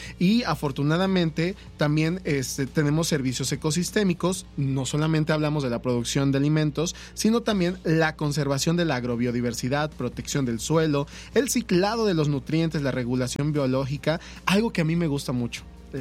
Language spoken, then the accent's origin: Spanish; Mexico; como mexicanos, porque todos somos hijos del maíz.